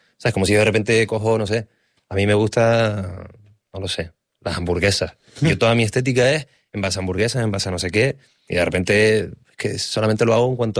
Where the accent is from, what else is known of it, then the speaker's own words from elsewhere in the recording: Canary Islands, Spain; yo soy canario. O sea, yo he vivido toda la vida en Canarias. O sea, toda la vida.